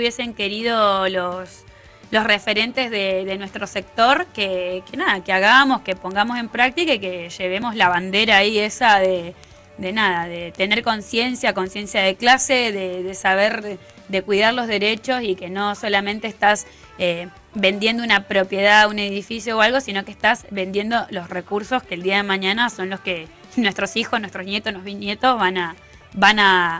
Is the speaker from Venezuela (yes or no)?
no; Argentina; En noviembre no sé si vamos a seguir siendo argentino